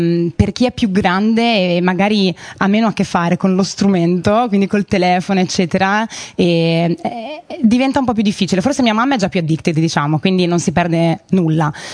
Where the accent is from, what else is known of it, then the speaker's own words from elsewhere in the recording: Emilia-Romagna, Italy; moved away as an adult; also born or lived in Milan; now in Bologna, Italy; più nelle mie zone, quindi in Romagna, perché io sono romagnola. E quando mi sono poi trasferita a Milano, ho conosciuto dopo poco il mio attuale compagno, ho lasciato Milano per andare a Bologna.